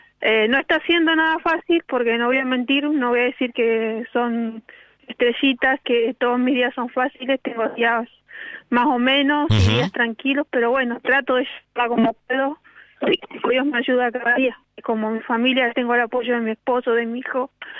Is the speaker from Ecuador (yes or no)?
no; Neuquén, Argentina; No, viví en Neuquén Capital. Soy neuquina de corazón.